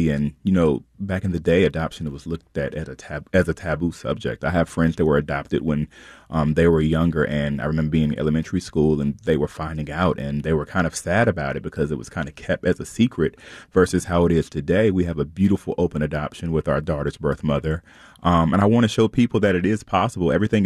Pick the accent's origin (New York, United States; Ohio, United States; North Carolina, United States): North Carolina, United States; I'm from North Carolina and I never saw Hillsborough being as progressive as I guess that it is now.